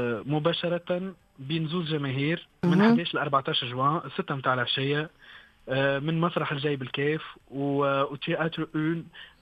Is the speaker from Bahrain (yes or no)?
no; Tunisia; مكتوب بلهجتنا التونسية،